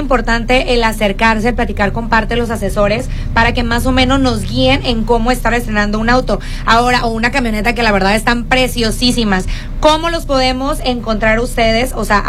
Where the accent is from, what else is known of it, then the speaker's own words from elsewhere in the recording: Mexico; como mexicanos se nos complica la cuestión de la ahorrada